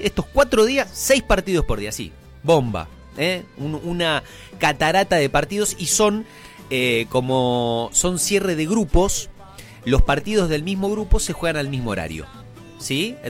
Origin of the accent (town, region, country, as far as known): Argentina